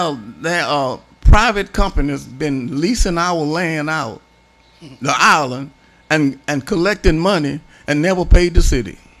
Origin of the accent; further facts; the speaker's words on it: Louisiana, United States; moved away; I grew up in Louisiana on a farm